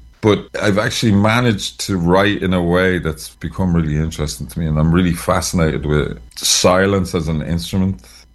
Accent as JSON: {"language": "English", "country": "Ireland", "said": "It took a lot of courage for us to even talk about being Irish."}